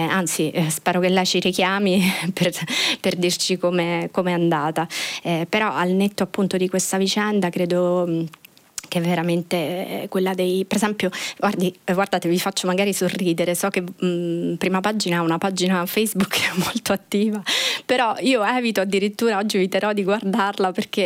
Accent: Abruzzo, Italy; accent: Abruzzese; per la mia pronuncia, perché magari, non so, viene fuori l'abruzzese che in me

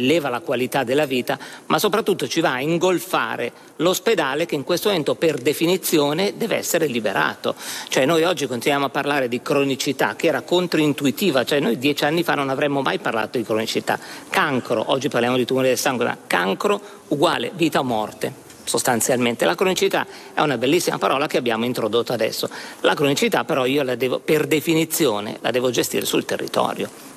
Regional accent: Lombardy, Italy; siamo bravissimi, io vengo dalla Lombardia, io definisco sempre, siamo un prestazionificio eccellente

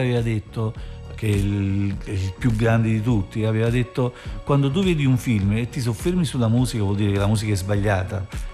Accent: Naples, Campania, Italy; ma io vengo dall'Arenaccia

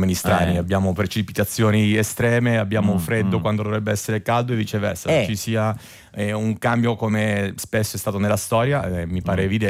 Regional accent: San Benedetto del Tronto, Marche, Italy; i bagni Antares di San Benedetto del Tronto. Facciamo un po' di pubblicità, che è la mia città natale, e vado là tutte le estati banalmente.

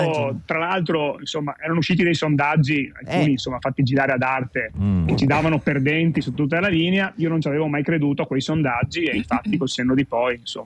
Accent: Venice, Veneto, Italy; Io sono nato e cresciuto a Marghera, che è un quartiere popoloso della terraferma veneziana con tante contraddizioni

